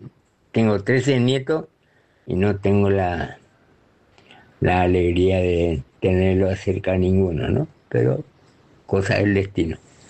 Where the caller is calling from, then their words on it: Clorinda, Formosa, Argentina; Buena madrugada, Oscar, buena madrugada. … de Clorinda, Formosa.